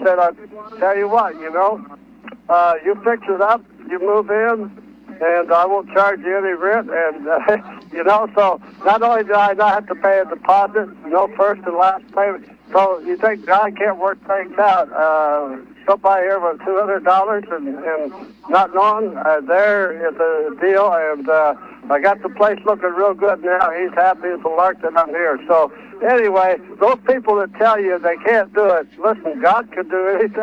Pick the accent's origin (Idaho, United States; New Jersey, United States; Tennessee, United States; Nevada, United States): Idaho, United States; now in Oklahoma, United States; Listen, I moved here from Idaho. I told you once before, I think. But anyway, I didn't have any money. 1,800 miles down here to Oklahoma.